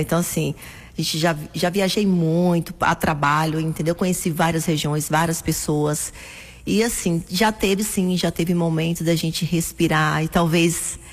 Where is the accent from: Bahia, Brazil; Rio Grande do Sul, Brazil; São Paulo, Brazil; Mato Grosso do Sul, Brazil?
Bahia, Brazil; Guajeru; como eu sou de Guajeru, né, trabalho com Deuba